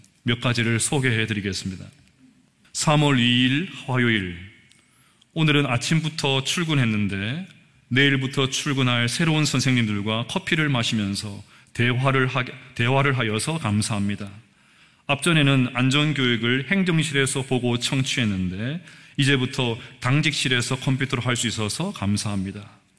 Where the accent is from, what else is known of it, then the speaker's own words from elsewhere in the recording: South Korea; 우리 한국 사람들